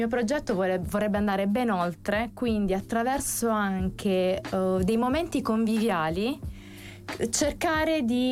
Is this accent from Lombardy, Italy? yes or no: no; Taranto, Apulia, Italy